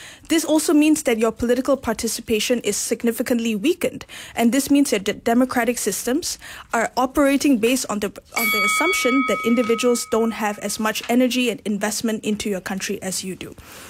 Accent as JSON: {"language": "English", "country": "Malaysia", "said": "And as a Malaysian, I'm happy to be only Malaysian."}